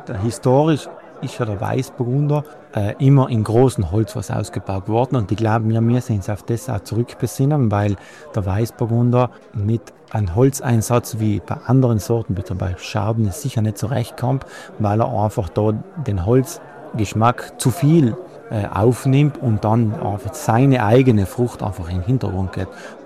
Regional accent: Trentino-Alto Adige, Italy; wieso wir als Südtiroler auch den Stellenwert haben

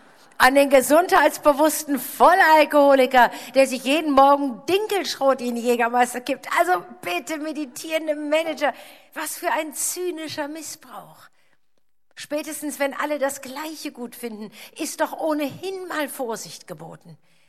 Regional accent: Rhineland, Germany; Ja, wie soll das denn bei uns im Rheinland gehen? Nach 2 Wochen fängt der Rheinländer doch...

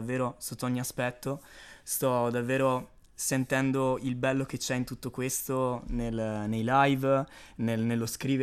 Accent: Trento, Trentino-Alto Adige, Italy; also born or lived in Apulia; vengo da Trento, di origine pugliese in realtà

